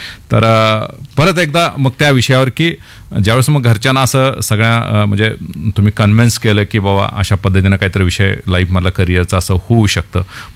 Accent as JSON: {"language": "Marathi", "town": "Tuljapur", "region": "Maharashtra", "country": "India", "said": "कारण मी पण तुळजापूरचा आहे, हे आमचे सर्व मित्र कंपनी आहेत"}